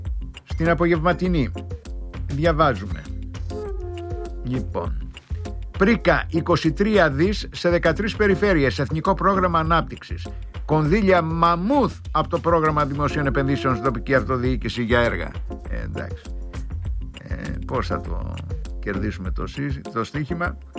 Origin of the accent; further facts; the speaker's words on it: Crete, Greece; moved away; στην πατρίδα μου την Κρήτη